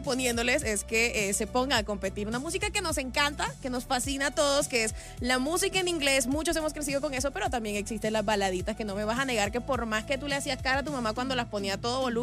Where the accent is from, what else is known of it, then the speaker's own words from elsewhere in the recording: Montería, Córdoba, Colombia; Yo soy de Montería, Córdoba.